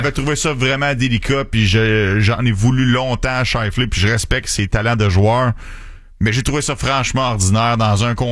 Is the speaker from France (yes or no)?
no; Quebec, Canada; Je suis canadien-québécois, oui